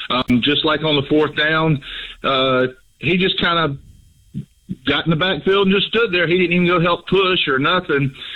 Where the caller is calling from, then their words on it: Florence, South Carolina, United States; I'm from Florence.